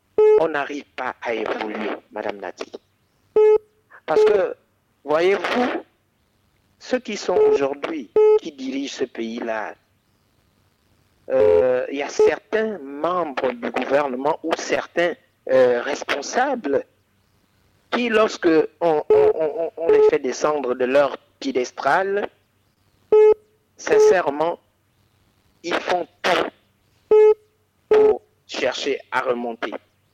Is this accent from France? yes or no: no; Nyanga, Gabon; also born or lived in Ngounié; je suis originaire de la province de la Nyanga, en fait, à cheval entre la Nyanga et Langounié, parce que mon père était de la Nyanga, de Langounié, maman de la Nyanga.